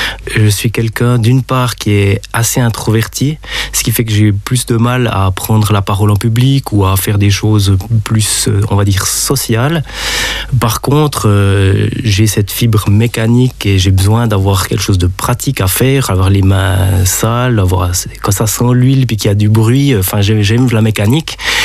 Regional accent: Switzerland; en tant que bon Suisse bien formaté

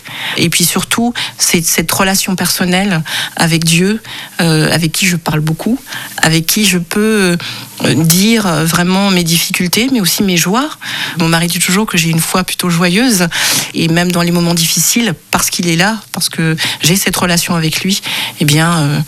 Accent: Cameroon; Et c'est pas du tout à ma voix que vous pouvez constater que je suis camerounaise.

